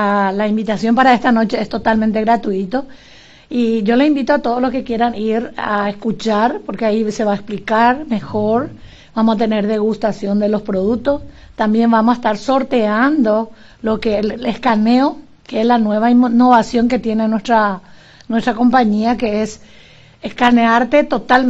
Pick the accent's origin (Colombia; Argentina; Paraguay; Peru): Paraguay; Pedro Juan Caballero, Amambay; moved away as an adult; now in Concepción, Paraguay; Un gusto poder estar aquí en mi querida ciudad, porque yo soy de Pedro Juan Caballero